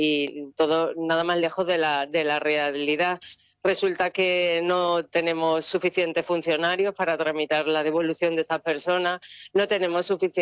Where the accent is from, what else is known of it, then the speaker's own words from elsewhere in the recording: Spain; porque yo me considero ciudadana española, me considero ciudadana europea y me considero que formo parte del primer mundo